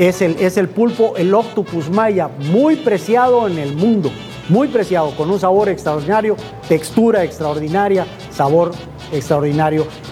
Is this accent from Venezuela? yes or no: no; Campeche, Mexico; nosotros los campechanos le decimos al mundo que vengan a Campeche